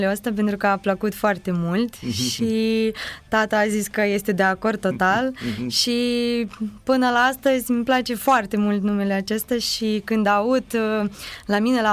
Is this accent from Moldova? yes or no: no; Kyiv, Ukraine; Romanian is a second language; now in Romania; Da, sunt din Kiev.